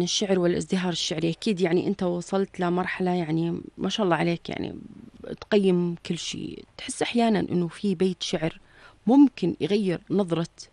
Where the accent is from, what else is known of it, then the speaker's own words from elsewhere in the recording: Jordan; حنا كأردنيين